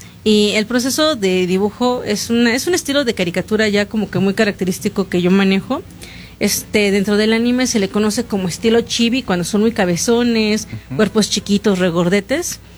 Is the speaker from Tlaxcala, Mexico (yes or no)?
yes; Tlaxcala, Mexico; Yo todavía soy de la radio, entonces yo soy de Tlaxcala, pongo la radio local